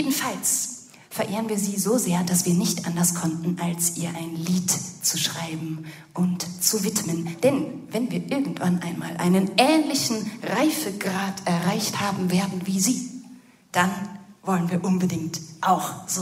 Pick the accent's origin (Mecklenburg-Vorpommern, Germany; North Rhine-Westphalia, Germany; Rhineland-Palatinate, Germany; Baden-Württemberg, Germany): North Rhine-Westphalia, Germany; Münster; Und wir kommen aus Münster in Westfalen.